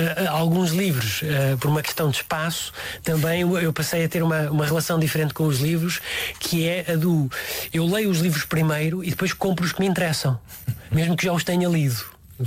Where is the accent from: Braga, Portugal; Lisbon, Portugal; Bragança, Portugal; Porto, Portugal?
Lisbon, Portugal; Queluz; also born or lived in Tomar / Margem Sul / Brunei; now in Viseu, Portugal; Após eu nasci em Tomar, fiz a minha infância e juventude na zona de Queluz, depois fiz a minha idade de jovem adulto na Margem Sul, depois mudei-me para a zona de Lisboa Norte e depois mudei-me para o Brunei